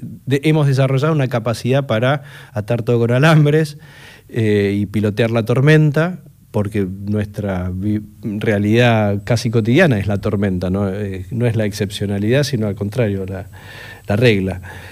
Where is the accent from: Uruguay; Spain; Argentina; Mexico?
Argentina; Los argentinos somos personas que claramente tenemos una idea muy fuerte sobre nosotros mismos.